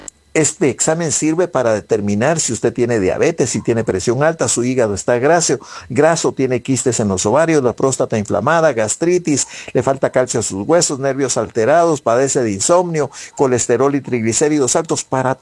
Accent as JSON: {"language": "Spanish", "country": "Guatemala", "said": "nuestra cultura como guatemaltecos"}